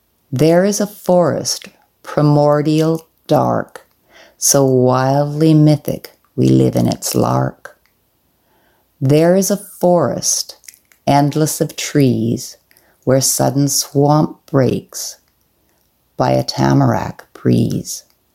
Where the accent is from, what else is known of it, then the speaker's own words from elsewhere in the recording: Saskatoon, Saskatchewan, Canada; I am from Saskatoon